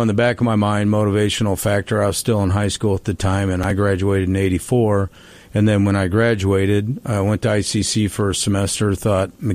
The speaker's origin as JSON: {"language": "English", "town": "East Peoria", "region": "Illinois", "country": "United States", "tie": "born or raised there", "said": "But as a kid, you know, East Peoria had its own little fireworks show."}